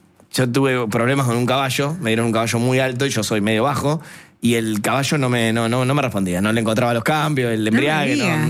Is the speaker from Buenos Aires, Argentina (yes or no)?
yes; Buenos Aires, Argentina; yo soy recontra porteño. Ojo, con mucho federalismo encima, mucho viaje